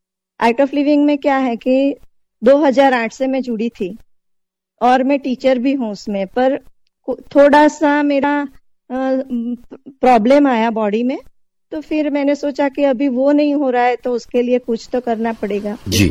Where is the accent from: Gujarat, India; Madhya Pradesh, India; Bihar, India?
Gujarat, India; Surat; मैं सूरत से हूँ।